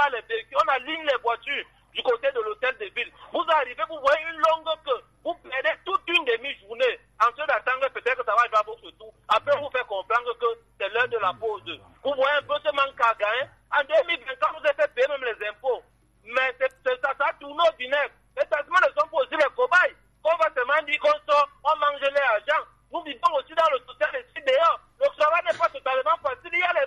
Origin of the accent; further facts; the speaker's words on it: Cameroon; Nous sommes aussi des Camerounais.